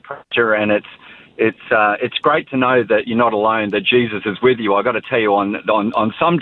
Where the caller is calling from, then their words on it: Brisbane, Queensland, Australia; I'm in Brisbane, actually. Yeah, I'm just driving into work at the moment.